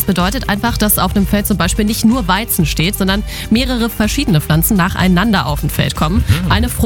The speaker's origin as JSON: {"language": "German", "region": "Lusatia", "country": "Germany", "said": "wie ist das eigentlich bei uns in der Lausitz mit diesen trockenen Böden"}